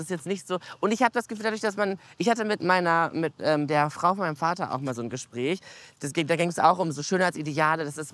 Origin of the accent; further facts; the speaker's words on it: Herne, North Rhine-Westphalia, Germany; also born or lived in Hamburg; now in Berlin, Germany; Davor noch in Hamburg gewohnt und davor komme ich aus dem Ruhrgebiet, aus Herne.